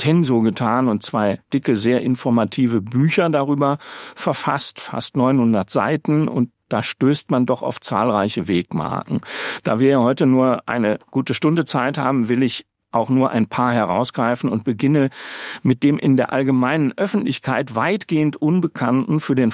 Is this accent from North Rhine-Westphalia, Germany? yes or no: yes; Wuppertal, North Rhine-Westphalia, Germany; Kultur und Umwelt war, glaube ich, das Thema meiner Heimatstadt Wuppertal.